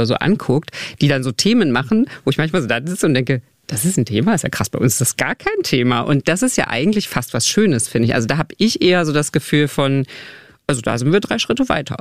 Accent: Magdeburg, Saxony-Anhalt, Germany; Ich bin ja auch in Magdeburg groß geworden.

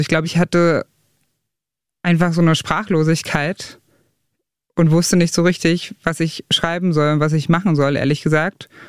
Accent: Saxony-Anhalt, Germany; dass da in Teilen Ostdeutschlands und Sachsen-Anhalt und der Altmark, wo ich herkomme

